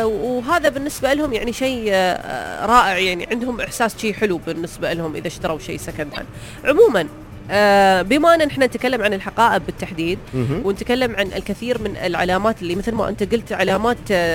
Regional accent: United Arab Emirates; عندنا في الإمارات

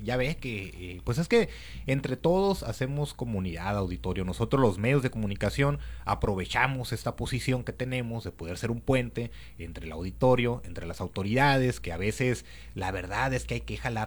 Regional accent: Mexico; también somos mexicanos

